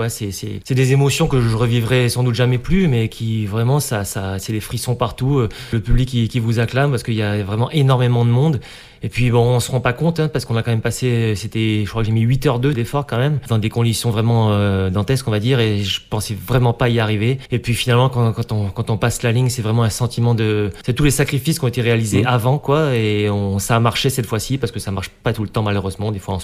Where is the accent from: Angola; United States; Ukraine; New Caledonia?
New Caledonia; je déteste la pluie en tant que calédonien.